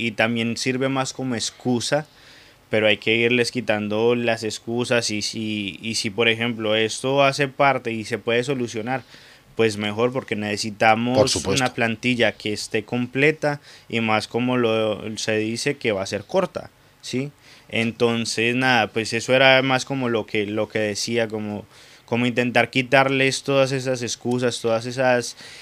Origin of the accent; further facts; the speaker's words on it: Colombia; moved away; yo me crié en Colombia jugando en tierra